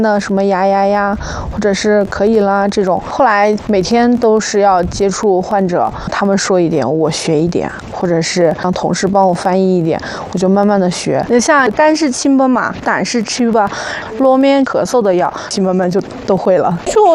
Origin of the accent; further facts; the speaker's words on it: Nyingchi, Tibet, China; 小的时候我很少回老家，就是一直都是在林芝长大的，那我就觉得这里更像我的故乡，然后就回来了